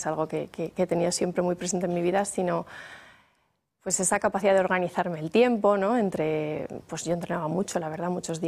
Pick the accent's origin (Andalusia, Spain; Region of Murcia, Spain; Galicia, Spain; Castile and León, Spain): Castile and León, Spain; León; born there; moved away as an adult; also born or lived in Las Arenas; yo siempre digo, soy de León, porque mi mayor vida consciente, mi infancia consciente, mi adolescencia, fue en León. Entonces, yo es lo que llamo casa, ¿no? Mi casa es León.